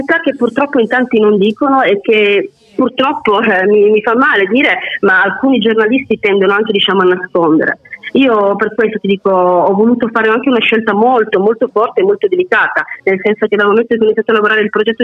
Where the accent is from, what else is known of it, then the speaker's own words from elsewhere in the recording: Sicily, Italy; voglio debuttare con qualcosa che racconta la mia terra, e chi meglio di una siciliana può raccontare la nostra terra